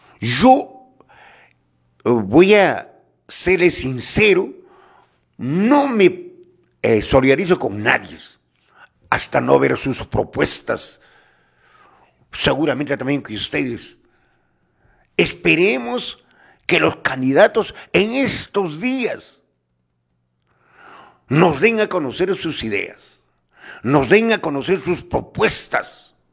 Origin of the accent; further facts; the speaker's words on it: Cairani, Tacna, Peru; born there; En el pueblo de Cairani, siempre he dicho que Cairani tiene una majestuosidad, porque es mi tierra, conozco Camilaca, conozco todo, porque mi padre, ganadero